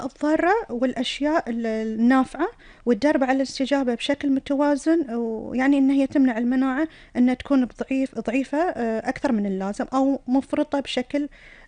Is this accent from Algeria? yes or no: no; Kuwait; ويحفظ ديرتنا